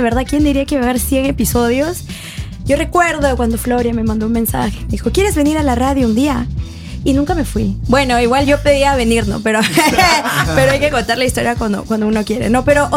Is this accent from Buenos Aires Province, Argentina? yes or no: yes; Luján, Buenos Aires Province, Argentina; No soy de Córdoba, soy de Luján, provincia de Buenos Aires.